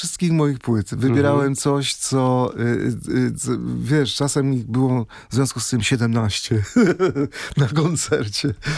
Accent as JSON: {"language": "Polish", "town": "Kalisz", "region": "Greater Poland Voivodeship", "country": "Poland", "said": "z Kalisza dojeżdżałem co tydzień na piątkowe próby do Wrocławia i przez pół roku chłopaki nie wiedzieli w ogóle, że nie jestem z Wrocławia."}